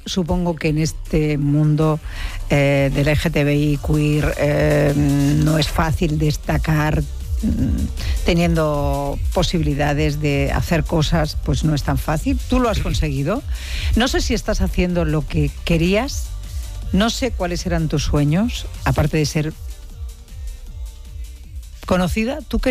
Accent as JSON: {"language": "Spanish", "region": "Extremadura", "country": "Spain", "said": "vas a Canarias, por cierto, y a mi tierra, a Extremadura."}